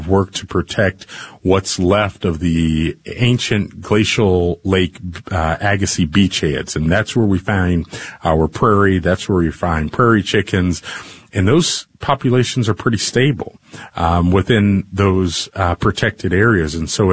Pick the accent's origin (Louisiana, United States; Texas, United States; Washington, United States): Texas, United States; moved away as an adult; also born or lived in the Southwest; now in North Dakota, United States; Particularly where I live and where I've grown up. I grew up in Texas and the Southwest, and now for the last 20 years in North Dakota.